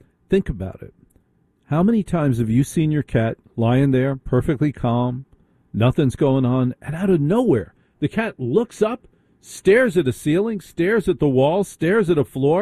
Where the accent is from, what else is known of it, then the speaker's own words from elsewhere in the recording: New Jersey, United States; We're from Jersey.